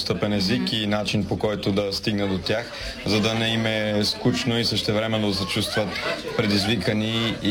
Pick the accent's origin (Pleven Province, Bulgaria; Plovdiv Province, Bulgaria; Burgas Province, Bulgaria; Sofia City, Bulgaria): Sofia City, Bulgaria; Sofia; От София.